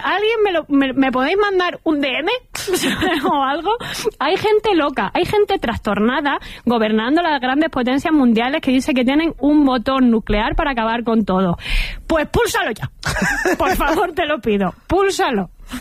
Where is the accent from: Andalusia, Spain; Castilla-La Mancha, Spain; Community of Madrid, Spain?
Castilla-La Mancha, Spain; Cuenca; Y la otra, que soy de Cuenca, cojones.